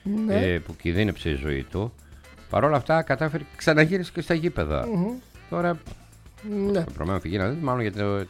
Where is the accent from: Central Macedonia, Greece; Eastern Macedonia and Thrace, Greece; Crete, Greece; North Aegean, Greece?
Eastern Macedonia and Thrace, Greece; Plati; κατάγεται από το χωριό μου, από την Πλάτη